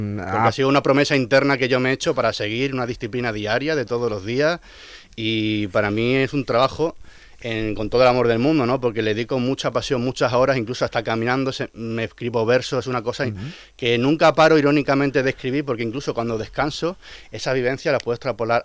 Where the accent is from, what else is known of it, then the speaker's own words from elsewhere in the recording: Badajoz, Extremadura, Spain; Es un gusto estar aquí en mi tierra, en Badajoz, porque soy natural de aquí